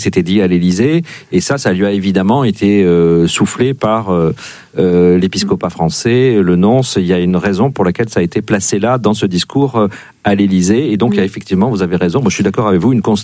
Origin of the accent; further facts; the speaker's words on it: Nouvelle-Aquitaine, France; du côté de chez moi dans le Béarn